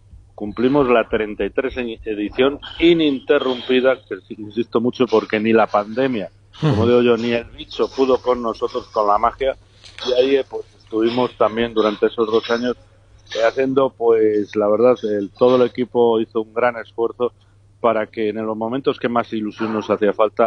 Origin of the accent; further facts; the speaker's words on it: Zamora, Castile and León, Spain; also born or lived in Coimbra, Portugal; Llevo 40 años viniendo aquí a este país. De hecho, ya tengo casa desde hace mucho tiempo también aquí en Coimbra, aparte de Zamora.